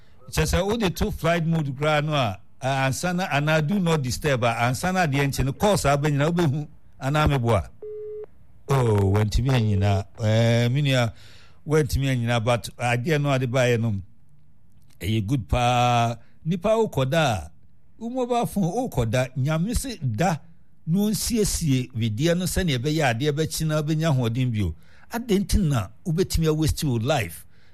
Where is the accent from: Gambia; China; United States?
Gambia; I'm from Gambia.